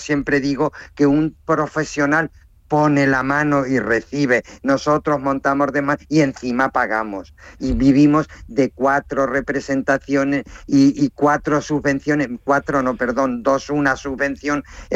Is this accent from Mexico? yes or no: no; a village in Ciudad Real province, Castilla-La Mancha, Spain; moved away as an adult; also born or lived in Córdoba; now in Seville, Spain; vengo de un pueblo de Ciudad Real, un pueblo pequeñito, me vine a estudiar a Córdoba, luego por circunstancia terminé una vez con oposición aquí en Sevilla.